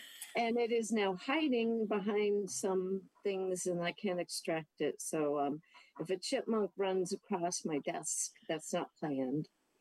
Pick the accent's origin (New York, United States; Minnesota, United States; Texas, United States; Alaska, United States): New York, United States; also born or lived in San Diego County, United States; Well, I grew up in New York and then lived overseas, but I spent a good 20 years in San Diego County.